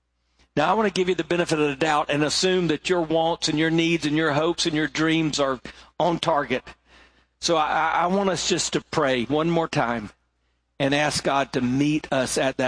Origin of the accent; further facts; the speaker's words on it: the South, United States; I grew up in the South, so everybody said, I want to hear a message from Revelations.